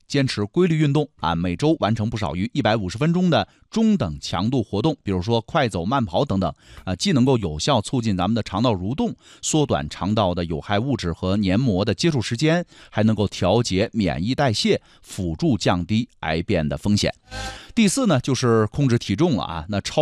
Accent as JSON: {"language": "Chinese", "region": "Yunnan", "country": "China", "said": "很多朋友说咱们云南人又开始吃绿化带了啊"}